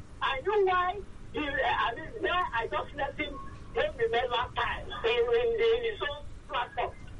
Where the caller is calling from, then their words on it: Nigeria; I'm calling from Abaranjeni.